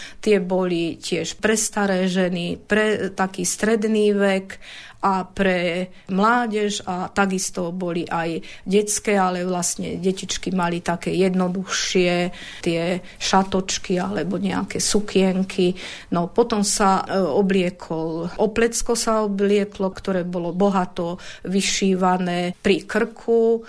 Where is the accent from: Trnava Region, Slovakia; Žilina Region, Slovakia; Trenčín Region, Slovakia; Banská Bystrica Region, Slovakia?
Banská Bystrica Region, Slovakia; Sucháň; u nás v Sucháni